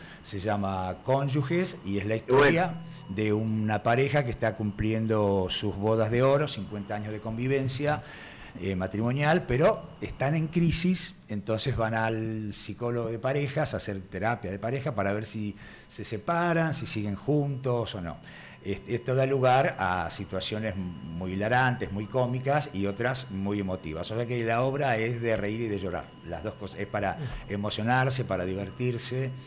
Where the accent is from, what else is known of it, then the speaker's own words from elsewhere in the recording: Argentina; somos los argentinos.